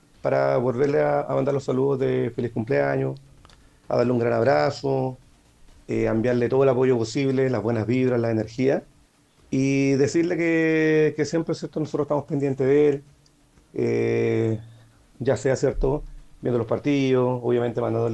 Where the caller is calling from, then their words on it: Puerto Montt, Los Lagos, Chile; soy de Puerto Montt